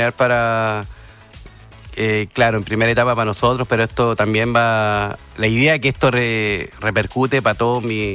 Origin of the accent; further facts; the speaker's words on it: Peñaflor, Santiago Metropolitan Region, Chile; moved away as an adult; now in Valparaíso, Chile; yo vengo de Peñaflor.